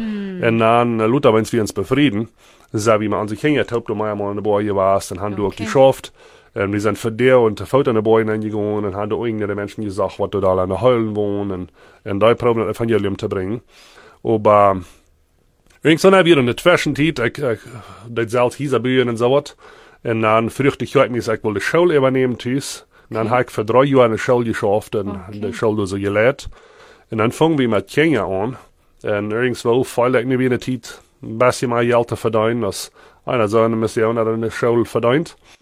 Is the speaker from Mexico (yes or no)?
yes; Sommerfeld, Chihuahua, Mexico; Ja, ich war ein bisschen vertellen, wo ich herkomme. Mein Grund ist Sommerfeld.